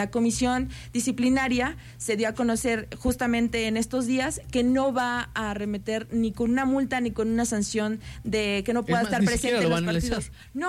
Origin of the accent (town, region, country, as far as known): Mexico